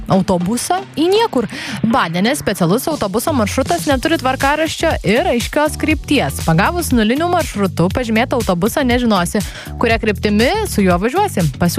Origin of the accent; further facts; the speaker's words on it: Vilnius, Vilnius County, Lithuania; Pati esu vilnietė